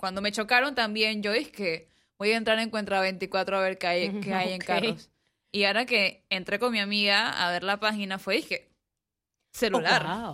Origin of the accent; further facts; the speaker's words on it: Colón, Panama; now in Panama City, Panama; los que somos de Colón y migramos a Panamá